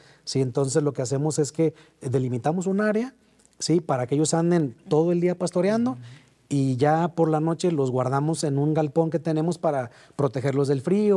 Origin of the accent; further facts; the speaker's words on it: Tabasco, Mexico; born there; now in Santiago Tuxtla, Mexico; nosotros de nacimiento somos tabasqueños, pero de corazón veracruzanos, uh-huh, siempre, de Santiago Tuxtla.